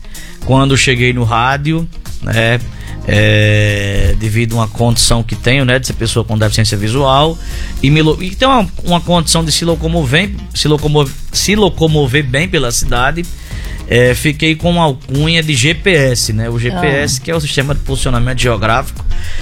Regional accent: Mossoró, Rio Grande do Norte, Brazil; Sou de Mossoró. Né? Sou de Mossoró, filho da terra. Amo essa cidade.

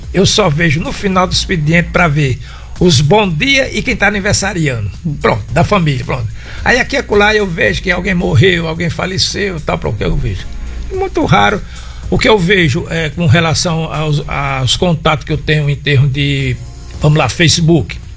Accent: Mossoró, Rio Grande do Norte, Brazil; Nasci em Mossoró. Desde novinho, é.

